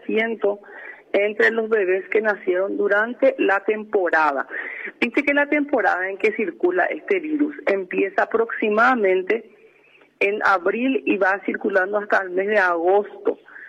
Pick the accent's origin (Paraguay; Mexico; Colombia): Paraguay; Y ese es un orgullo para nuestro país